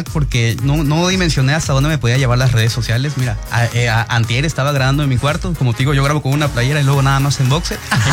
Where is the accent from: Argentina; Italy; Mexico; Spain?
Mexico; como yo, como buen mexicano pobre, no tenía datos